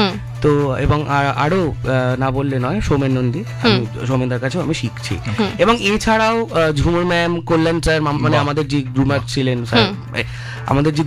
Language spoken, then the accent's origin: Bangla; Andul, West Bengal, India; আমার বাড়ি আন্দুল, আন্দুল থেকে আমি বেহালায় যেতাম